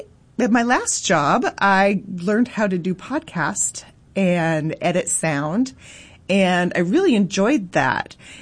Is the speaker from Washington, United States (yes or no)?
yes; Spokane, Washington, United States; I am from Spokane, Washington. My family moved here when I was four. I attended Spokane schools. I went to Ferris High School.